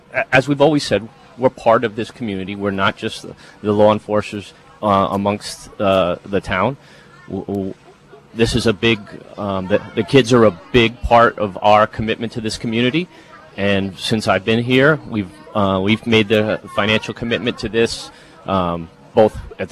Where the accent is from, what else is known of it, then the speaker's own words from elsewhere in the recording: New London, Connecticut, United States; I grew up in New London on the water, and my parents very early on made sure I was a swimmer